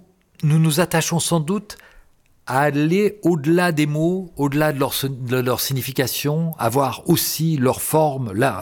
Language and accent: French; France; Je veux dire, en France, qu'est-ce qu'on en a à foutre de la francophonie ? Non, on est français, monsieur.